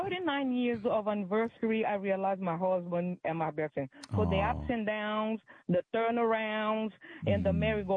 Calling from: Brazil; I'm not calling for Maryland. I'm calling from Brazil.

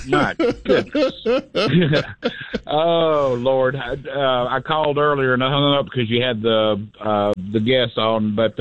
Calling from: North Carolina, United States

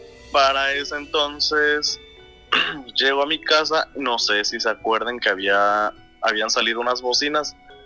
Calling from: Guadalupe la Patrona, Veracruz, Mexico; Soy de Guadalupe la Patrona.

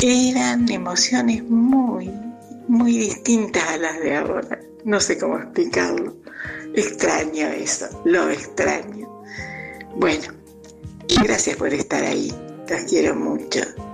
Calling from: Paraná, Entre Ríos, Argentina; de Paraná, Entre Ríos. A punto de cumplir 79 años.

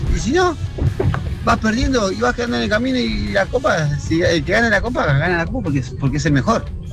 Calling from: Marcos Paz, Buenos Aires Province, Argentina; Soy de Marcos Paz.

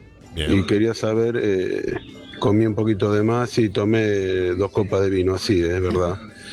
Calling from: Buenos Aires, Argentina; soy acá de Mataderos.

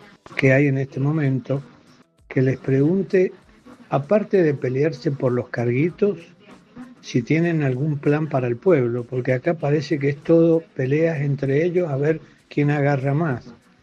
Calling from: Mendoza, Argentina; de Mendoza.

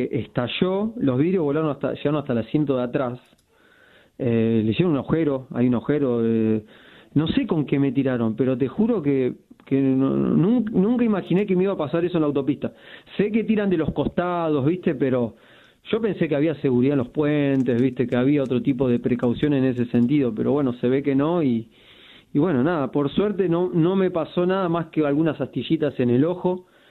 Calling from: Florencio Varela, Buenos Aires Province, Argentina; Yo vivo en Florencio Varela

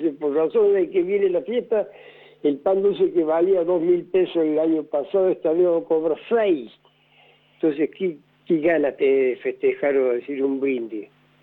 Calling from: Córdoba, Argentina; Pero no, yo soy del barrio Alta Córdoba.

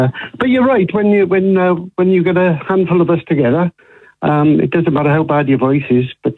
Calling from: Wales, United Kingdom; I'm Welsh.

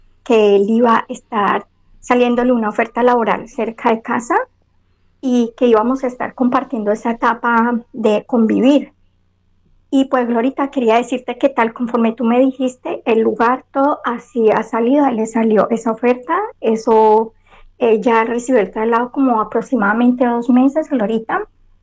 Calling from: Castellón, Valencian Community, Spain; Te hablo desde Valencia, Castellón.

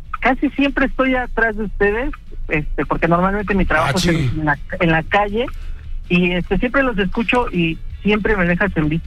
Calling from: Mexico City, Mexico; Tengo 36 años, hablo de la Ciudad de México.

